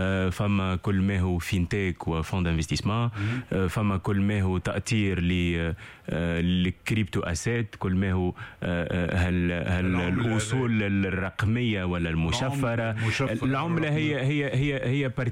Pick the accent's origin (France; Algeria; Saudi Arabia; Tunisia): Tunisia; انا في 100 تونسيا 100 ماروكان انا الوالده مغربيه